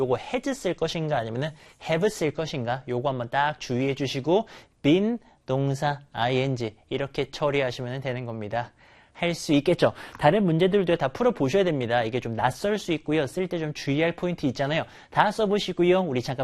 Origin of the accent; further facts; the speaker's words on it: Busan, South Korea; moved away as an adult; now in near Seoul, South Korea; 제가 부산 출신이거든요. 부산에서 20년 살았습니다.